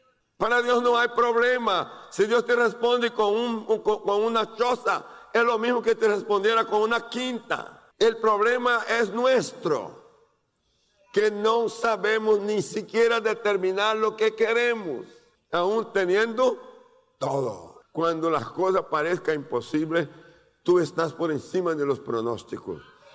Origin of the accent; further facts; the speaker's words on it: Maceió, Alagoas, Brazil; moved away; Allá, cuando usted mira Brasil, que hace la curvita mirando a África, ahí hay un pueblo que se llama Maceió. De ahí vengo. Sí. Viví con los pies en el agua toda la vida, de la niñez, de adolescente, y pisando arena y oliendo el yodo del mar.